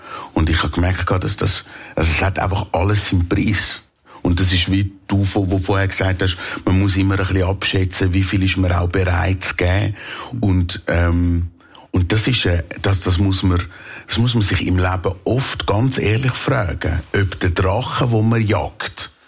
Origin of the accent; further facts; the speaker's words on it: Männedorf, Zurich, Switzerland; Und das ist so nah an meiner Heimat, das ist Rapperswil. Ich bin Männendörfli, ich bin Seebub.